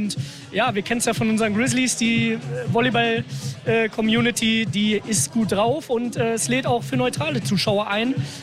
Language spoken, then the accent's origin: German; Hanover, Lower Saxony, Germany; Also ich komme ja aus Hannover, die gute List, beste Grüße an den Bezirk.